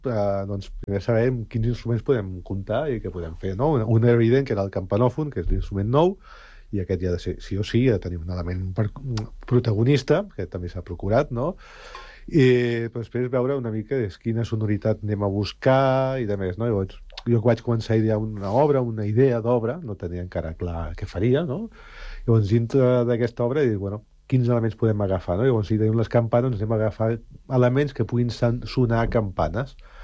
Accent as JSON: {"language": "Catalan", "region": "Catalonia", "country": "Spain", "tie": "born there", "said": "jo vinc d'una família de pagès, no? I soc nascut a Catalunya"}